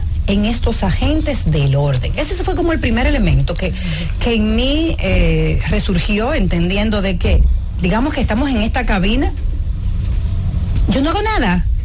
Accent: Dominican Republic; Como amiga, como mujer, como, ¿verdad?, como dominicana.

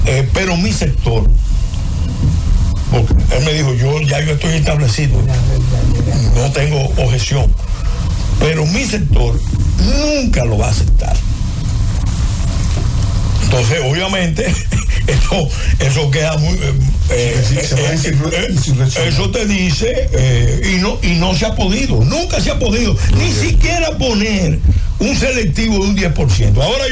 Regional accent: Dominican Republic

